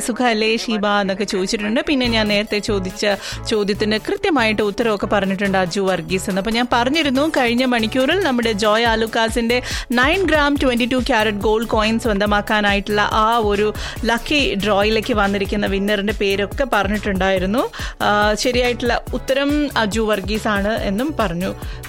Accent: Kerala, India; മലയാളിയുടെ ആയതുകൊണ്ട് തന്നെ നമ്മുടെ മലയാളം പഴഞ്ചൊല്ലുകളൊക്കെ നമ്മൾ ഇഷ്ടം പോലെ കേട്ടാണ് വളർന്നത് അല്ലെ.

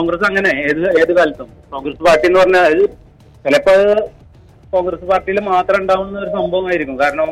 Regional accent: Thrithala, Kerala, India; born or raised there

